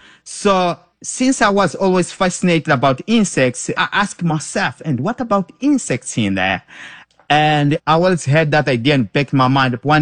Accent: Beira, Sofala, Mozambique; We grew up together in Beira.

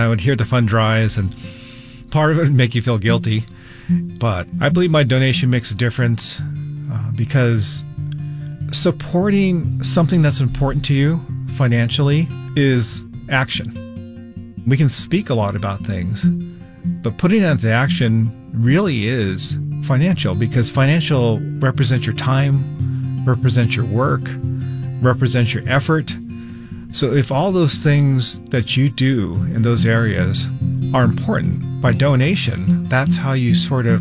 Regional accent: Holladay, Utah, United States; I am from Holiday, Utah.

